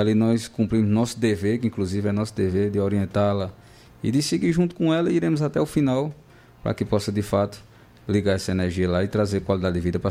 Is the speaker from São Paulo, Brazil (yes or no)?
no; Campina Grande, Paraíba, Brazil; born or raised there